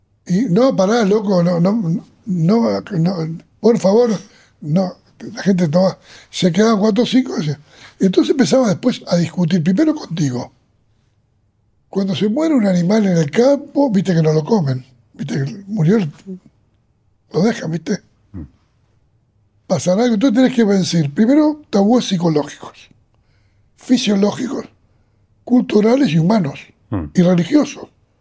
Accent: Uruguay; yo soy uruguayo.

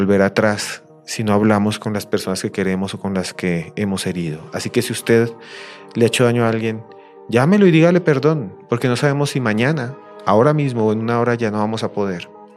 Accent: Bogotá, Bogotá Capital District, Colombia; Yo soy de Bogotá.

